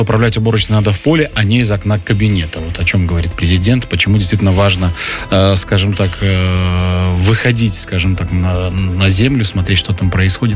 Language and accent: Russian; Belarus; это вызов тоже нам, белорусам